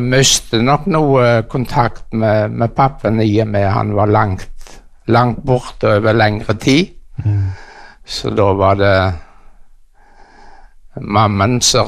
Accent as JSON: {"language": "Norwegian", "town": "Karmøy", "region": "Rogaland", "country": "Norway", "tie": "born or raised there", "said": "Ja, jeg vokste opp på Karmøy, eller nærmere bestemt Sævlandsvik. I oppveksten så hadde jeg et relativt trygt miljø rundt meg. Vokste opp i en kristen heim."}